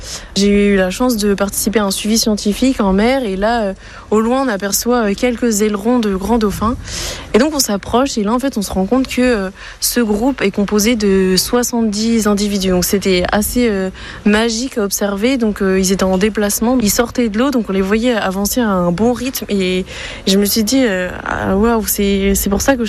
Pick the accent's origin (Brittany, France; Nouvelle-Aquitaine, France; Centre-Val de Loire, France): Brittany, France; Brest; J'ai grandi à Brest